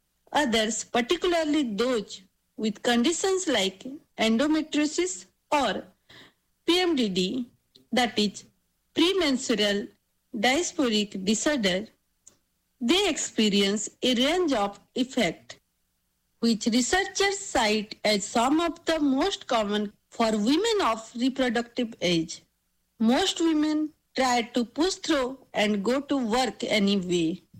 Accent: India; from India.

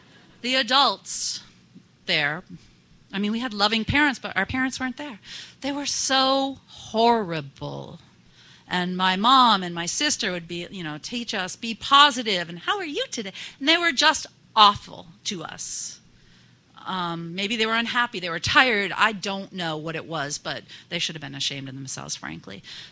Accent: Barre, Vermont, United States; I grew up in Barrie in the 1970s, a family of eight, six kids

